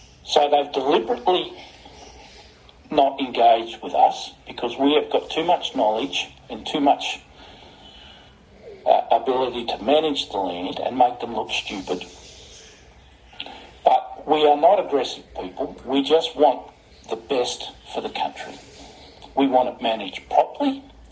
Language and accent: English; Australia; I, as an Australian, cannot speak on what happens in England or in New Zealand or America. We are the same here. No one else can speak for the Ngarigo people except Ngarigo people.